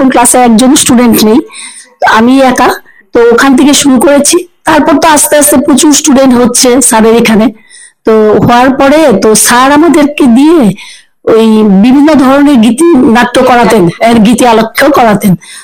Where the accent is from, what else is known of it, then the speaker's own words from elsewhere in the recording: Agartala, Tripura, India; born there; also born or lived in Silchar, Assam; আমার বাবা ট্রান্সফার হয়ে আগরতলায় এসছে 1974, ঠিক আছে। তো তখন থেকে আমরা আগরতলায় থাকি। তো তখন আমি আগরতলায় এসে আমার যদ্দুর মনে পড়ছে, আমি ক্লাস টু তে এসে আগরতলায় ভর্তি হয়েছি, হ্যাঁ বিজয় কুমার স্কুলেই ভর্তি হয়েছি।